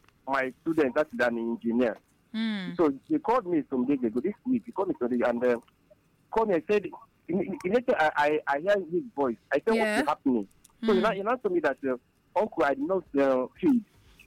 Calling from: Enugu State, Nigeria; From Molo.

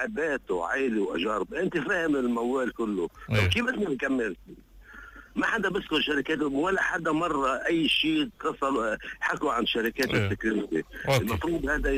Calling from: Lebanon; ما احنا لبنانيين.

